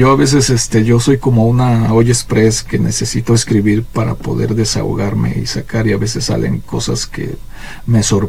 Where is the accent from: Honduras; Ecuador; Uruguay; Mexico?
Mexico; Huamantla, Tlaxcala; tenemos muy buenos compositores en Huamantla, Tlaxcala.